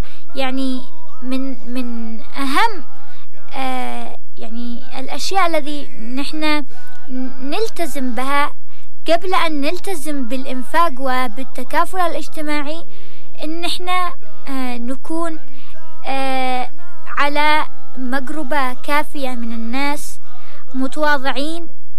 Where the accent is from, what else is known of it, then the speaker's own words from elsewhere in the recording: Yemen; accent: Yemeni; مثل ما بنقول يعني في لهجتنا اليمنية بيتهلك